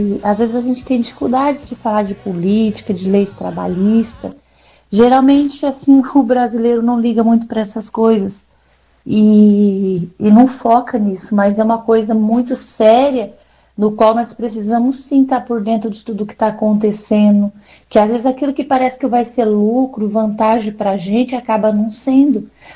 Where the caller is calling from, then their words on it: Ilha Solteira, São Paulo, Brazil; estou falando de Ilha Solteira.